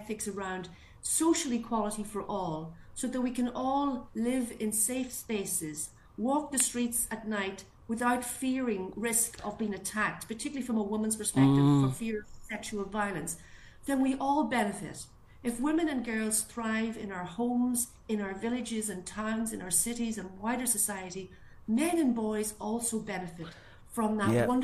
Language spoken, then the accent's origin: English; Donegal, Ulster, Ireland; I come from Donegal in Ireland.